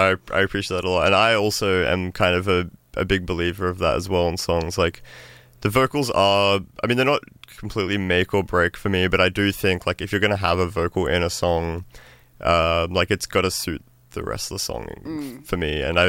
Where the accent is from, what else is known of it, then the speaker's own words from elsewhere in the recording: Gold Coast, Queensland, Australia; moved away as an adult; now in Brisbane, Australia; I'm from the Gold Coast